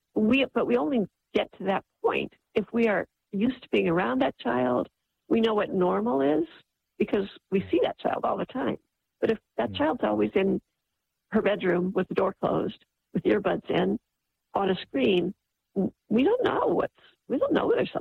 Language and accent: English; Midwest, United States; Especially I grew up in the Midwest, you know, that wasn't like a normal thing to do.